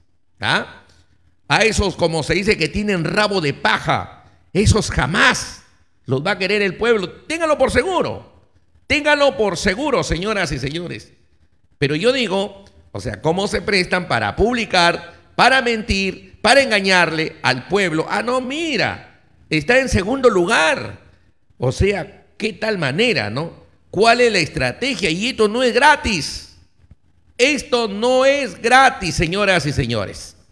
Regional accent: Olmos, Lambayeque, Peru; Y les hago memoria a mi pueblo de Olmos.

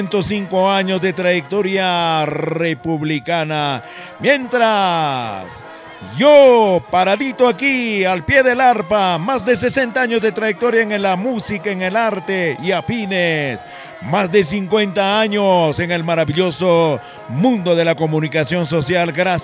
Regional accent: Peru; now in Huaraz, Peru; en mi tierra natal de Collahuasi.

